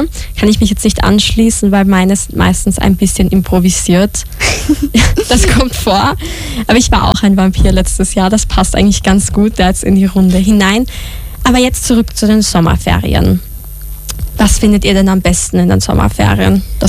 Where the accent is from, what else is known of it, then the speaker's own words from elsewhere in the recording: Styria, Austria; Ich komme aus der Steiermark, deswegen, ich kenne das.